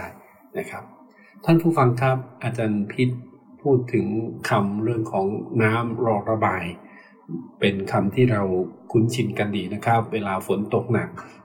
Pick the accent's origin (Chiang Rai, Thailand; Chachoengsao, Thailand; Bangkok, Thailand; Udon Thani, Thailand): Chiang Rai, Thailand; moved away; ส่วนตัวผมเองนะครับบ้านเกิดอยู่ที่เชียงราย